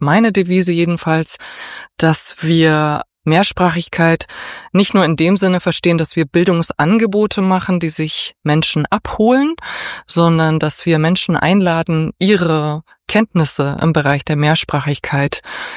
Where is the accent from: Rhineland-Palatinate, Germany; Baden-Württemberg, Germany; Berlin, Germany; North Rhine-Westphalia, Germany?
Berlin, Germany; Persisch auch, denn ich bin zweisprachig aufgewachsen in Berlin, Deutsch und Persisch.